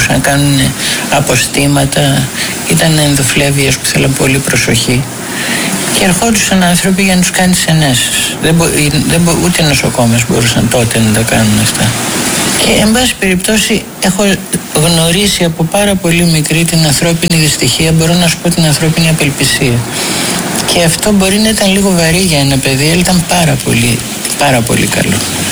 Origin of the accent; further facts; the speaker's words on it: Greece; μέναμε στο κέντρο. Εγώ γεννήθηκα στην Αγίου Κωνσταντίνου